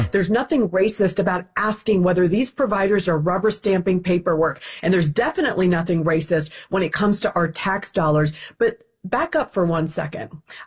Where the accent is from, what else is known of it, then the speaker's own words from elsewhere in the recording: Ohio, United States; I'm a taxpayer first. I'm an American first, and I'm an Ohioan first.